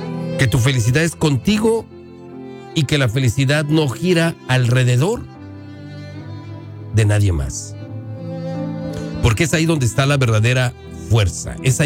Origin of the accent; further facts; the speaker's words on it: Puebla, Mexico; now in United States; Nosotros como mexicanos el día de mañana 16 celebramos nuestra independencia